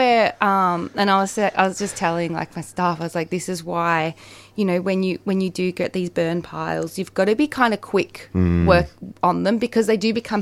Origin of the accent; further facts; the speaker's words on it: Winnandoo, Victoria, Australia; So me and Adrian grew up in Gippsland. He was from Toongabbie. I was from Winnandoo, which is near Rosedale.